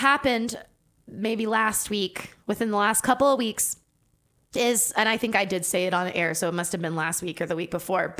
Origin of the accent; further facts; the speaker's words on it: Santa Fe, New Mexico, United States; in my hometown